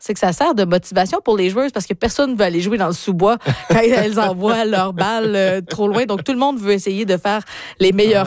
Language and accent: French; Quebec, Canada; moved away; also born or lived in the Prairies; Moi, je viens de l'Abitibi en plus